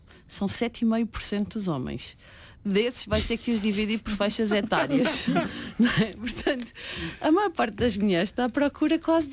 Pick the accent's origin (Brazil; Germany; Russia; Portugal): Portugal